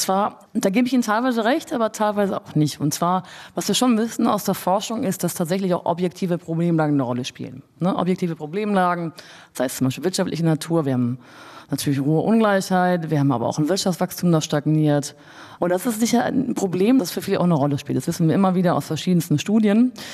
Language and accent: German; East Germany, Germany; Also wir sehen hier eine massive Fehlwahrnehmung dessen, wie meine Gruppe als Ostdeutsche sich als benachteiligt fühlt.